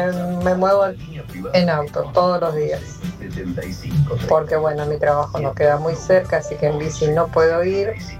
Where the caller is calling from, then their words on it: Merlo, Buenos Aires Province, Argentina; de Merlo.